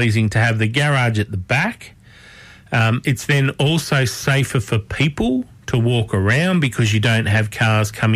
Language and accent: English; Australia; because I'm Australian